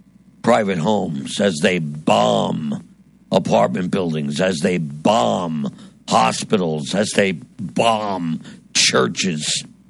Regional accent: New Jersey, United States; my home state of New Jersey

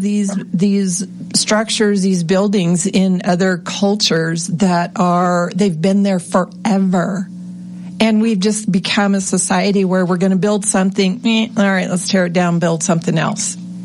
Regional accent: Erie, Pennsylvania, United States; Well, I didn't grow up in Erie, but I'm from Erie, just off the lake.

